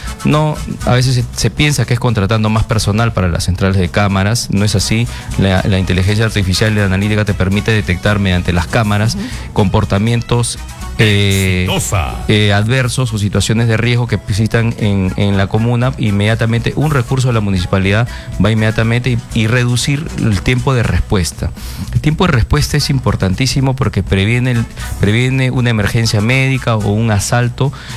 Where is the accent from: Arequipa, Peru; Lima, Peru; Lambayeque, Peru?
Lima, Peru; siempre mi vida ha estado en Pueblo Libre. He vivido en Parque Santa María, después en la vía militar, y hoy vivo en Paso de los Andes